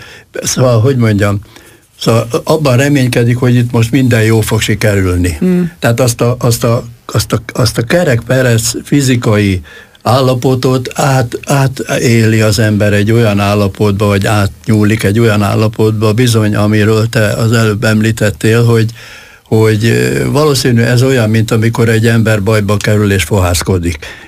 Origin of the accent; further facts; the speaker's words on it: Zala, Hungary; Igen, én faluhelyen nevelkedtem, mert bennünket kiraktak annak idején az illetékesek. Hortobágyon már nem volt hely, úgyhogy Göcsejbe, egy kis zsákfaluba, erdő szélére